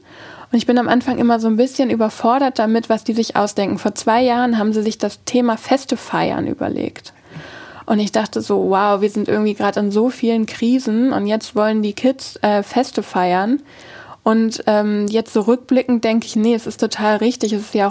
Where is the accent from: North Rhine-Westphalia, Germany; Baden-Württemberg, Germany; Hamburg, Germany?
Hamburg, Germany; ich bin schon da an Hamburg aufgewachsen und so teilweise in Wilhelmsburg.